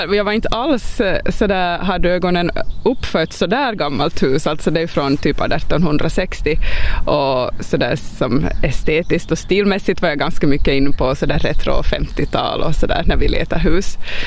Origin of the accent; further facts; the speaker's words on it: Esse, Ostrobothnia, Finland; moved away as an adult; also born or lived in Turku / Kristinestad / Vaasa; när jag växte upp i Esse och liksom blev vuxen och skulle iväg